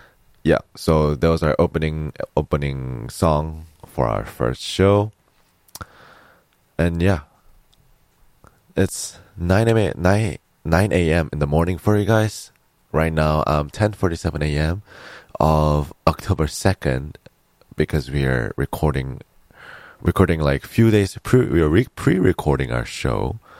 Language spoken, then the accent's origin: English; South Korea; English is a second language; moved away as an adult; now in United States; I am originally from South Korea, but I am now in the United States as an international student